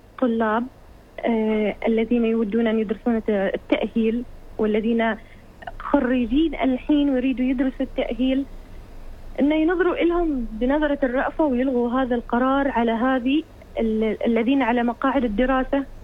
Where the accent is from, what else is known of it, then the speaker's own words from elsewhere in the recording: Oman; إحنا كعمانيين الحين وإحنا كطلاب